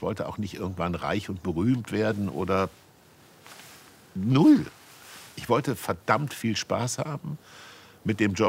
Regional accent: Kassel, Hesse, Germany; Ich bin auch mit 16 schon nach Frankfurt getrampt von Kassel, wo ich aufgewachsen bin, um

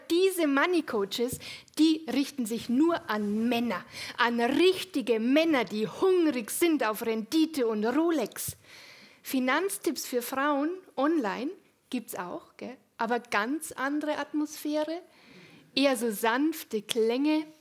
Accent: Munich, Bavaria, Germany; Ja, hallo Berlin. Ich freue mich sehr, dass ich heute da sein darf. Ich komme aus München.

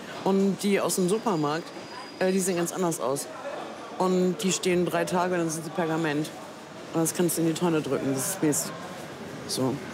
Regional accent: Finland; Ich komme selber aus Finnland

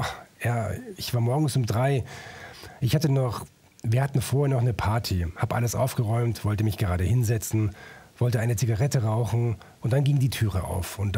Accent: Germany; Vielleicht sind wir Deutsche leicht zu knacken für die Holländer.

